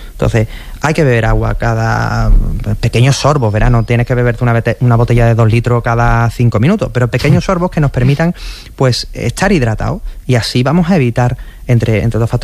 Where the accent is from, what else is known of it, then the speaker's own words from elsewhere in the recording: Spain; yo creo que es que somos españoles y como españoles que somos decimos, venga, vamos, bueno, seguimos.